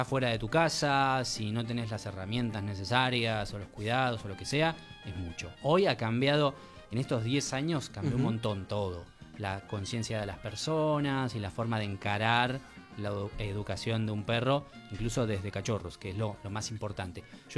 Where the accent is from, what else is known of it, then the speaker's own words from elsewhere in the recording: Mar del Plata, Buenos Aires Province, Argentina; moved away as an adult; now in Buenos Aires, Argentina; Me crié en Mar del Plata, pero nacido y casi... No, criado no. Nacido acá en Buenos Aires.